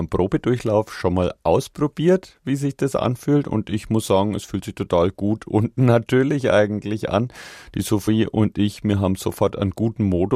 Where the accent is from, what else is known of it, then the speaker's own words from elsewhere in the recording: Bavaria, Germany; sie ist aus Oberbayern, ich bin aus Oberfranken